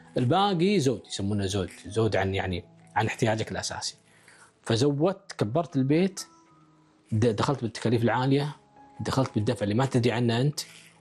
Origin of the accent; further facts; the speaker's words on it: Kuwait; عندنا بالكويت